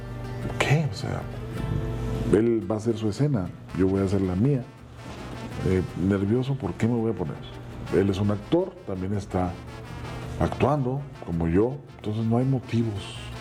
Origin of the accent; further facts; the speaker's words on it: Nayarit, Mexico; Yo soy de Nayarit, pero aquí estoy.